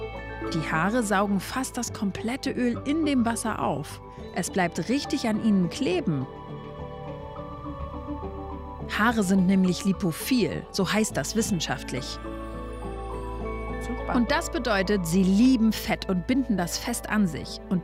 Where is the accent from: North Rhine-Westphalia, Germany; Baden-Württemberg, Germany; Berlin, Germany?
Berlin, Germany; Normalerweise mache ich das ja in meiner Heimatstadt Berlin.